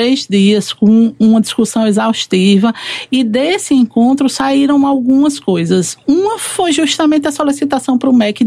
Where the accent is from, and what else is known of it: Sergipe, Brazil; born or raised there; moved away